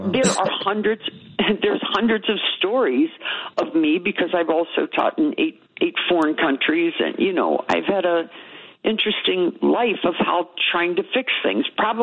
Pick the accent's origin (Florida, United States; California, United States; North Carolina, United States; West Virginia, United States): West Virginia, United States; I said, judge, I grew up in West Virginia.